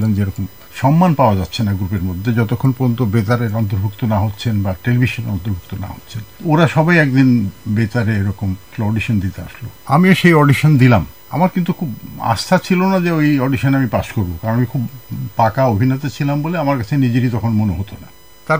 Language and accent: Bangla; Kushtia, Khulna Division, Bangladesh; moved away; আমার যৌবন বা আমার কৈশোর কিন্তু কেটেছে কুষ্টিয়াতে